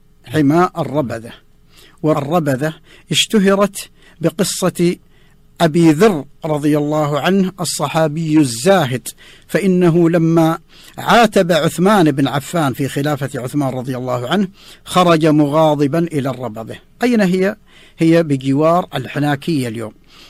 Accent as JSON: {"language": "Arabic", "country": "Saudi Arabia", "said": "هذا هو أفضل مكان عندهم في بلادنا المملكة العربية السعودية."}